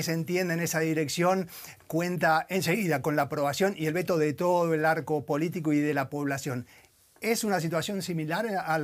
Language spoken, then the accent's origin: Spanish; Argentina; Yo soy argentino